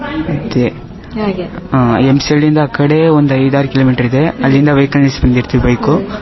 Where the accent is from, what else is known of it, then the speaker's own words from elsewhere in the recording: Chikkamagaluru district, Karnataka, India; born there; ನಮ್ಮೂರಲ್ಲಿ MCLD ಹತ್ರ Tarikere taluk, Chikkamagaluru district.